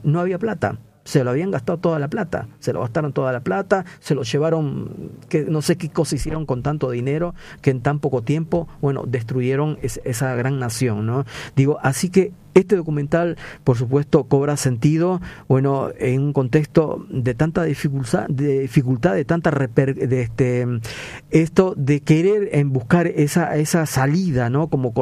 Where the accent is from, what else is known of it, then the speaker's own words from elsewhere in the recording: Peru; moved away; en la década de los 80, que era un desastre en mi país, gran cantidad de peruanos fueron